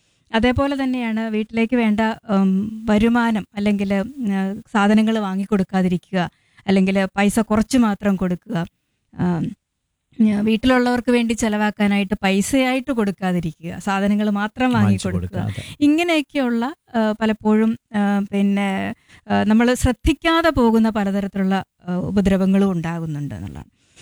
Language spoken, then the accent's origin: Malayalam; Kottayam, Kerala, India; now in Thiruvananthapuram, India; ഞാൻ കോട്ടയത്തുനിന്ന് തിരുവനന്തപുരത്ത് വന്ന് താമസിക്കുന്ന ആളാണ്.